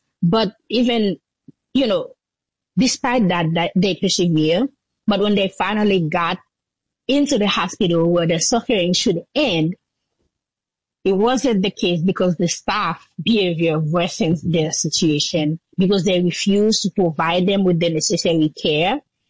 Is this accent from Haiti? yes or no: yes; Jacmel, Sud-Est, Haiti; English is a second language; And the road leading to my, to Jacmel, my hometown, was closed through Maltisa, which is like, you know, a very big region in Port-au-Prince.